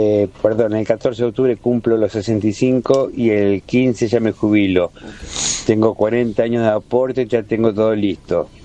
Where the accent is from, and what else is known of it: Bragado, Buenos Aires Province, Argentina